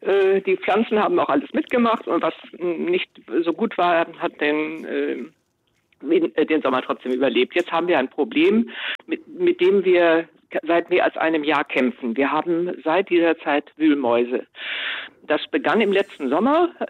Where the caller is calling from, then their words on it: Lower Saxony, Germany; Ich rufe aus Niedersachsen an und wir wohnen in einem recht feuchten Gebiet.